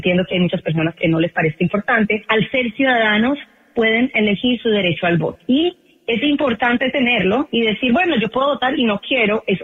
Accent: Colombia; now in United States

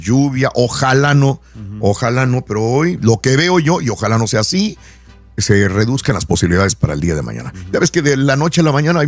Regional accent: Mexico; Que nos alivianemos, porque ¿cuánto nosotros mandamos como mexicanos de divisas a México?

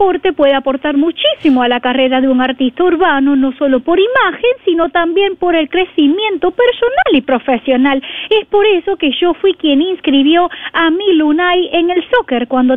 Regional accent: Argentina; Soy argentino de la cuna hasta el cajón.

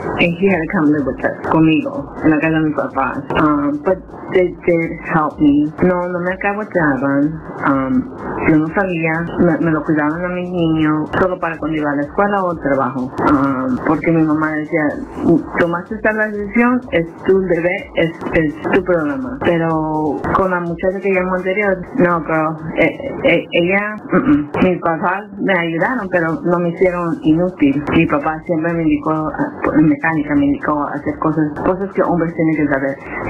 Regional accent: Long Beach, California, United States; I'm from Long Beach.

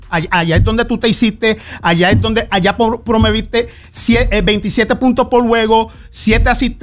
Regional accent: Carolina, Puerto Rico; also born or lived in Bayamón; Yo soy de Carolina, pero cuando llegué de allá afuera viví los primeros 5 años en Bayamón.

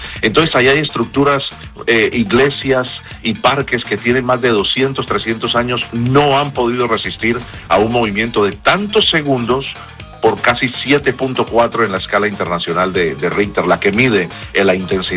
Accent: Cali, Valle del Cauca, Colombia; born there; Tú y yo lo sabemos, yo sí. nací en Cali también y acababa de regresar de Cali justamente hace 4 días.

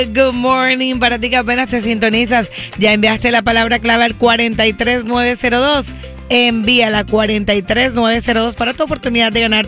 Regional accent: Colombia; moved away; mi tierra Colombia

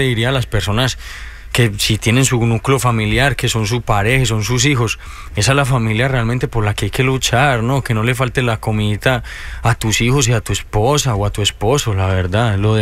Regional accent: Colombia; moved away; Yo salí de Colombia buscando el oro en otros lugares y ya quizás pasé mucho tiempo afuera, y cuando me di cuenta era demasiado tarde y quise regresar a mis raíces, que era lo que realmente importa.

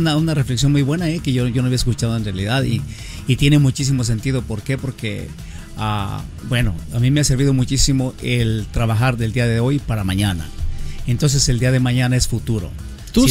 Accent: Michoacán, Mexico; moved away; Bueno, obviamente yo soy de Michoacán, México, y bueno, a muy temprana edad yo me fui para el DF a trabajar.

